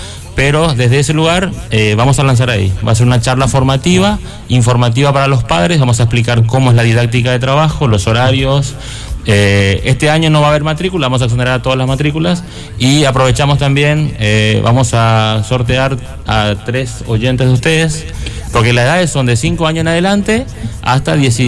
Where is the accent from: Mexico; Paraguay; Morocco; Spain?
Paraguay; moved away as an adult; also born or lived in Argentina; yo hice la carrera de entrenador en Argentina. Soy paraguayo, me fui hace 20 años en Argentina. Profesionalmente me formé ahí.